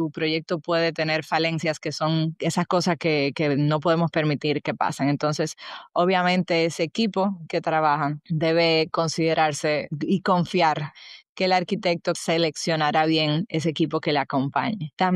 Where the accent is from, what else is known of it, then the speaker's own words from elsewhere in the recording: Dominican Republic; tanto en mi país, República Dominicana